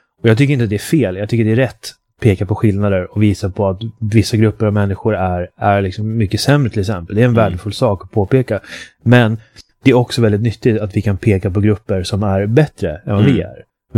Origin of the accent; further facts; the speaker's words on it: Uppsala, Uppsala County, Sweden; Ja, Valborg ligger nära till mig, tänker jag, som jag kommer från Uppsala.